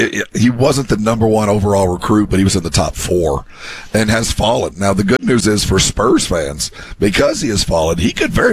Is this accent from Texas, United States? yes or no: yes; San Antonio, Texas, United States; Well, growing up in San Antonio